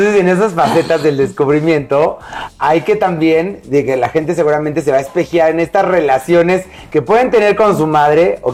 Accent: Mexico; acá, claro, en nuestro país.

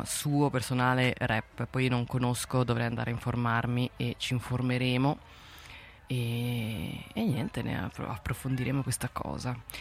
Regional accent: Ticino, Switzerland; noi siamo dal Ticino, non da Lugano, nessuno di noi quattro, ma e neanche la radio è di Chiasso, noi siamo del Locarnese Bellinzonese

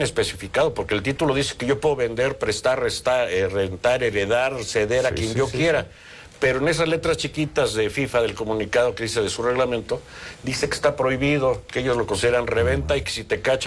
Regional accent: Mexico; que no permitamos, como mexicanos, que un organismo extranjero venga a pisotear nuestras leyes

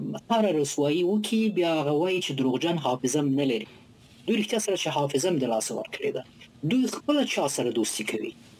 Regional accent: Afghanistan; زه د افغانستان یو بچه یم.

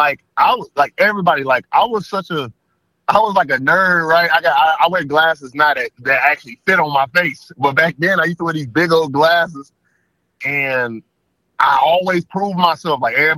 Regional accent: Chicago, Illinois, United States; moved away as an adult; now in Los Angeles, United States; I was born and raised in Chicago until I was 19 years old, and my brother decided to move.

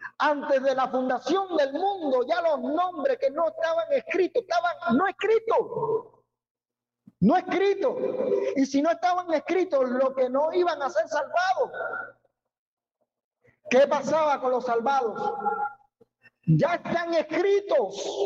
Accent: Cuba; Uno de los problemas que nosotros pasamos como cubanos en el país

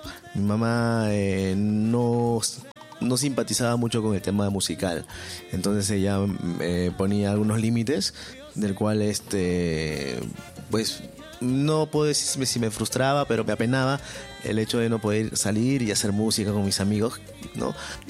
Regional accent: Callao, Peru; born there; Bueno, nací en el Chimpún, Callao, en Carmen de la Legua, chalaco de nacimiento, y feliz de poder representar a mi tierra tan linda.

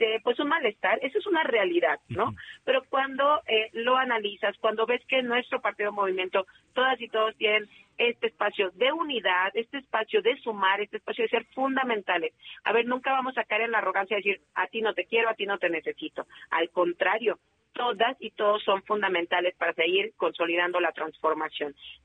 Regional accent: Michoacán, Mexico; yo soy de Michoacán, entonces también traigo todo el radar de lo que pasa en mi estado

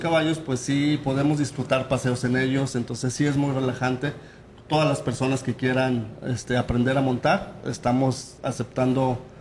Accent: Canatlán, Durango, Mexico; moved away; Yo, mi familia, soy de Canatlán, Durango.

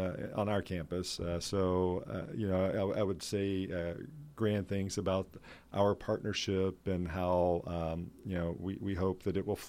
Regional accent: Georgia, United States; I'm from Georgia.

